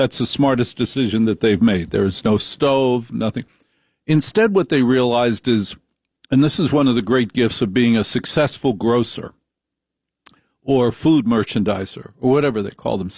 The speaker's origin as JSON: {"language": "English", "town": "Maplewood", "region": "New Jersey", "country": "United States", "tie": "born or raised there", "said": "I grew up in Maplewood, New Jersey."}